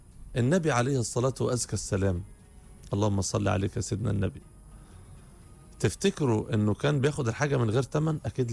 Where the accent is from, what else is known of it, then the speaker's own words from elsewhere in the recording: Egypt; أنت مصري وأنا مصري.